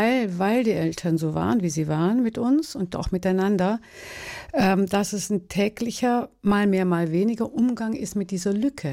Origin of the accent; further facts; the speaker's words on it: Baden-Württemberg, Germany; Ich komme aus dem Schwarzwald und wir sprachen und sprechen immer noch einen Dialekt, wenn wir zusammen sind.